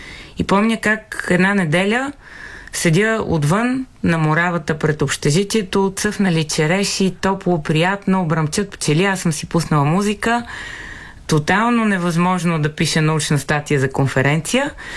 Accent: Varna, Varna Province, Bulgaria; Аз съм от Варна. Това може би обяснява една голяма част от страстите ми, свързани с морето. И освен, че съм от Варна, имах щастието да израсна на висок етаж с гледка към парченце море и към светлината на стария фар на Галата.

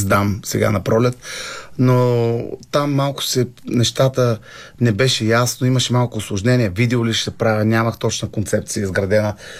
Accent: Chirpan, Stara Zagora Province, Bulgaria; moved away as an adult; also born or lived in London / Los Angeles / Scandinavia; Особено родния ми град, който е Черпан

